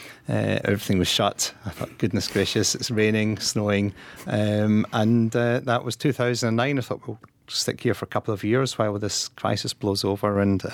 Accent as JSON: {"language": "English", "town": "Glasgow", "region": "Scotland", "country": "United Kingdom", "tie": "born or raised there", "also_born_or_lived": "Lanark", "moved": "as an adult", "lives_now": "London, United Kingdom", "said": "I was raised in Glasgow. I was born in a small town called Lanark, but moved to Glasgow and was brought up there. I stayed in Glasgow until I was 24 when I moved to London, again through work."}